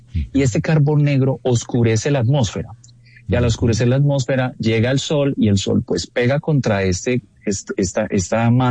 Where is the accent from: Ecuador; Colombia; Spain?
Colombia